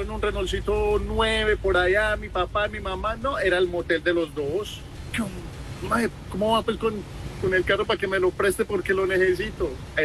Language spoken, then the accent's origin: Spanish; Manizales, Caldas, Colombia; Yo soy de Manizales, y en Manizales había en la Francia, cuando a la Francia por allá, por los Alcázares, un metedero que se llamaba Autobar.